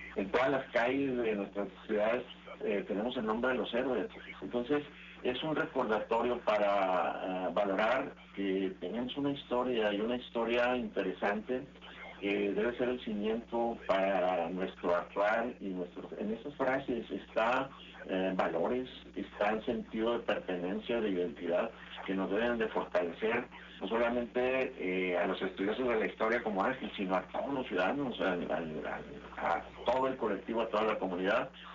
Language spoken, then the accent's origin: Spanish; Chihuahua, Mexico; moved away; allá en mi tierra natal, Chihuahua